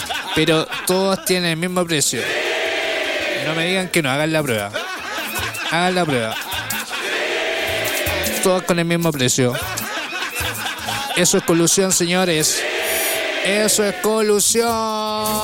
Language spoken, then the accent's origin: Spanish; Chile; now in Melipilla, Chile